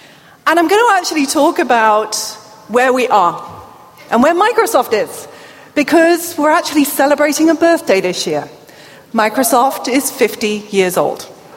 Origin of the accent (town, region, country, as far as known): United Kingdom; accent: British; now in United States